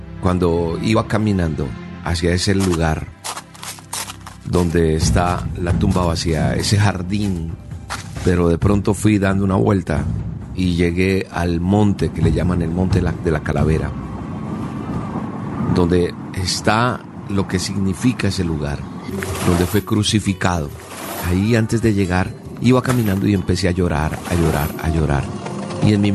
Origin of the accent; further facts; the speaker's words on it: Colombia; siendo colombiano